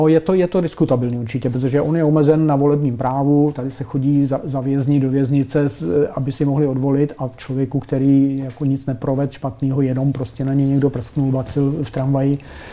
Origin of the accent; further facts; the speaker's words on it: Kladno, Central Bohemian Region, Czechia; já jsem z Kladna